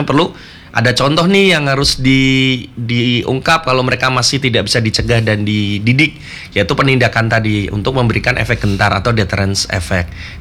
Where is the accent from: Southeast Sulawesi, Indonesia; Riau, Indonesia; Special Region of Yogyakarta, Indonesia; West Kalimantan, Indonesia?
Special Region of Yogyakarta, Indonesia; Yogyakarta; Oh, saya asli Jogja.